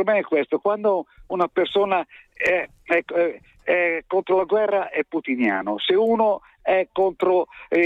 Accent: Milan, Lombardy, Italy; born there; io sono nato vicino a Via Solferino e prendevo 3 giornali, sono sempre stato comunista e sono comunista tuttora, ho 80 anni

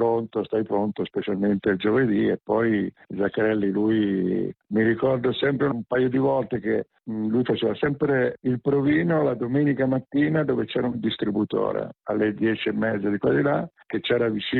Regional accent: Tuscany, Italy; No, sono originario della provincia di Pisa, mi mettono tutti Siena, ma io no, provincia di Pisa

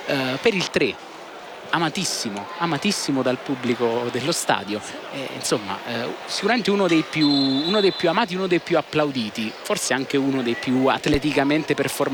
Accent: Campania, Italy; io da campano

